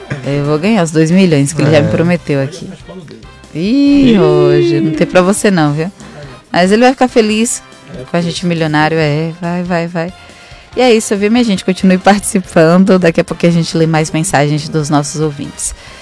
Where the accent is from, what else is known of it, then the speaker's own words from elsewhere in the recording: São Paulo, Brazil; Estou aqui há 30 anos, sou paulistano, adoro a cidade.